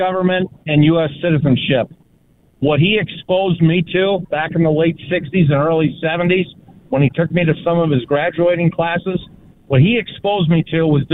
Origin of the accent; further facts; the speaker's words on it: Los Angeles, California, United States; When I was growing up in the Los Angeles area, my father was a school, he taught at Pasadena City College.